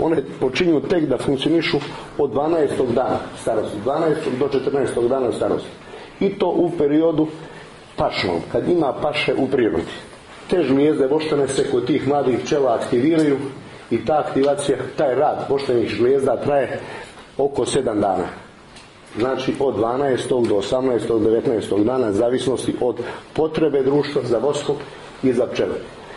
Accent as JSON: {"language": "Serbian", "region": "Andrijevica", "country": "Montenegro", "said": "drugo kod nas u Maloj Andrijevici. Sve se to dešava iz prostog razloga što smo eto nekako na kraju, na krajnjem sjeveru, tu nam je blizu granice sa Albanijom"}